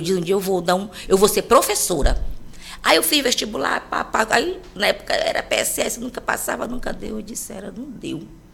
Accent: Belém, Pará, Brazil; born there; moved away as an adult; now in Icoaraci, Brazil; Eu nasci em Belém, mas me mudei para Icoraci há mais de 30 anos, né? Devido ao clima. Aí eu tive que me mudar para Icoraci.

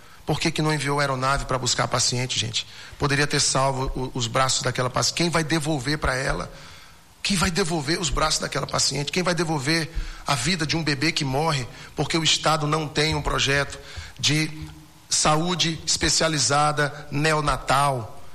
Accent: Acre, Brazil; Eu, como acreano, não aguento ver essa situação e cruzar os meus braços.

